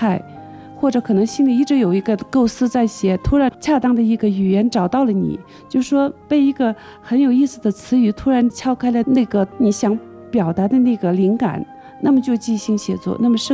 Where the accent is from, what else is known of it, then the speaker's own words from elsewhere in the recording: Rinbung, Tibet, China; now in Lhasa, China; 我是出生在日喀则，确切说就在仁布，那时候是一个小山村，特别小的一个山村，但是至今我觉得这是一个最美的山村。